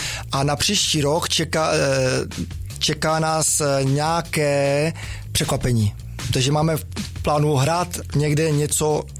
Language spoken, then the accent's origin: Czech; Crete, Greece; Tak na Kretě to je vlastně velice jednoduché pro mě, byť mám samozřejmě přízvuk a každý pozná, že nejsem z tama, ale tím, že tam vlastně jako vyrůstal jsem, jezdím tam každé léto